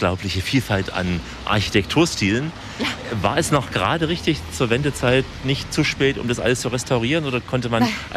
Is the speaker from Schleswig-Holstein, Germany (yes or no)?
no; Chemnitz, Saxony, Germany; born there; Ich als gebürtiger Karl-Marx-Städter